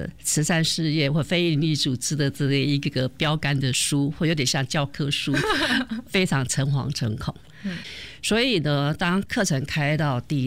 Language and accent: Chinese; Hualien, Hualien County, Taiwan; 我是花莲人，慈济是从小就耳熟能详，我们曾经捐款，我们也曾经去看了很多慈济的报道